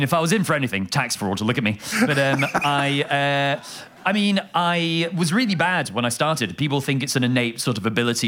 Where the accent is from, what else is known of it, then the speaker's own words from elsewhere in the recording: London, United Kingdom; now in Edinburgh, United Kingdom; But I am from London, but now I live here.